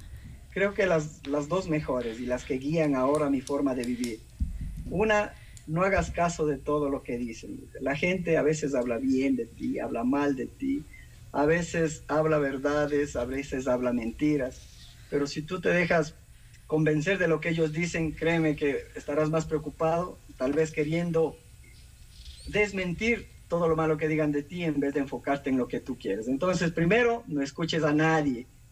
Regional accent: Pimampiro, Imbabura, Ecuador; Del cantón más bonito de Imbabura, mi reina. Es el cantón Pimampiro

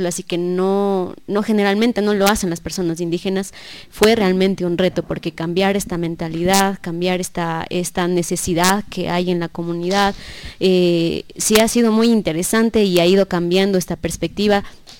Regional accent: Salcedo, Cotopaxi, Ecuador; moved away; yo soy de Salcedo, yo nací en Salcedo, soy de la comunidad de Sipchocalle, una comunidad que es quichua. Lamentablemente yo no hablo quichua, pero sí mis padres, mis abuelos, todos hablan quichua

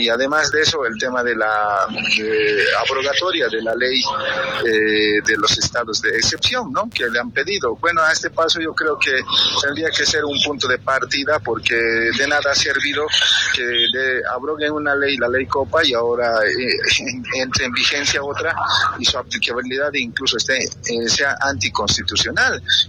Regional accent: Bolivia

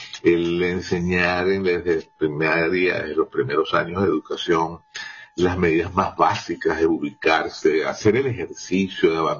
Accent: Venezuela; La realidad es que estamos muy compungidos, pues, como venezolanos, ante este evento

